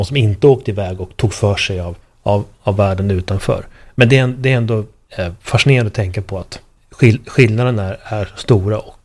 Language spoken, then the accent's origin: Swedish; Sweden; Jag har varit med mig ibland att utlänningar har frågat mig då, för att jag är svensk